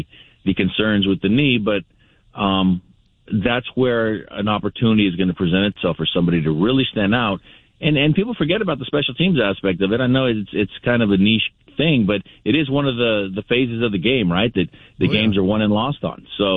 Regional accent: Barstow, California, United States; when I was in junior college for my hometown newspaper, the Barstow Desert Dispatch.

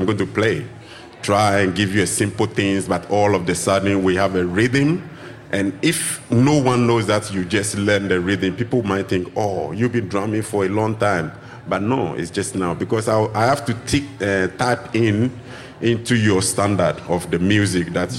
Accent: Nungwa, Greater Accra, Ghana; I come from Nungwa, so the capital, I come from Ghana, West Africa. The capital of Ghana is Accra, and I come from a little village down there called Nungwa

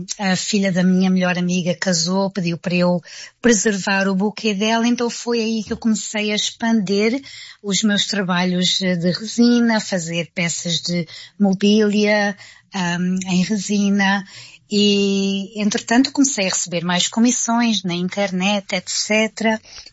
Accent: Loures, Lisbon, Portugal; now in United Kingdom; E morei especificamente em Loures. Eu fui criada em Loures, no distrito de Lisboa, e ainda tenho lá familiares.

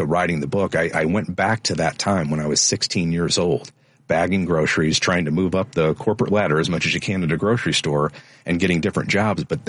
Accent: St. Louis, Missouri, United States; St. Louis.

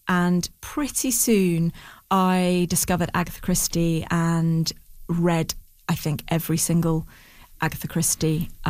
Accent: United Kingdom; And because I'm so British and so awkward, I was too embarrassed to leave.

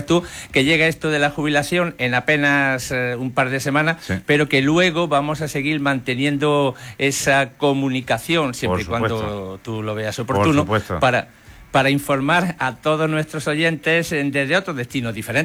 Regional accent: La Carolina, Andalusia, Spain; born there; moved away as an adult; now in Andújar, Spain; soy nacido en la Carolina, pero yo llegaba aquí en 1983 a Andújar a realizar esta labor profesional. Entonces, claro, pues de nacimiento uno lleva dentro el pueblo que me vio nacer, la Carolina, porque lógicamente allí está la familia

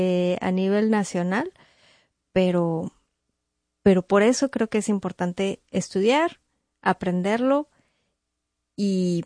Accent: Mexico; Yo hablo de México porque es pues de donde yo vengo.

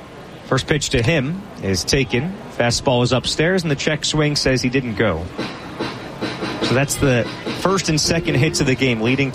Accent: Queen Creek, Arizona, United States; also born or lived in Gilbert; I grew up where Dom Hamill grew up. I grew up in Queen Creek, Gilbert, Arizona.

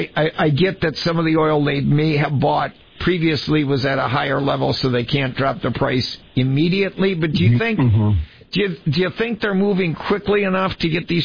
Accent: Clintonville, Ohio, United States; I grew up in Clintonville, so just a little ways away from there.

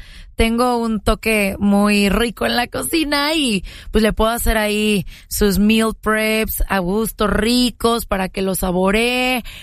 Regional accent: Mexico; moved away as an adult; now in United States; Yo soy mexicana, mucha honra, puro Latino Power. Y como me acabo de mover aquí a Estados Unidos, pues estoy sola y todo.

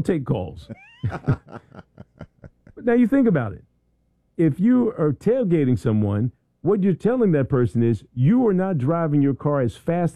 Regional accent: Philadelphia, Pennsylvania, United States; I'm from Philly. I can say that.

